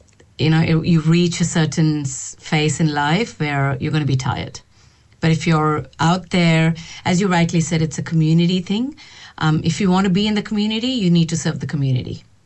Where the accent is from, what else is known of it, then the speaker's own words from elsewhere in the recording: Australia; ethnicity, but having lived my life pretty much in Australia, I carry a mix of my own ethnicity as well as being an Australian.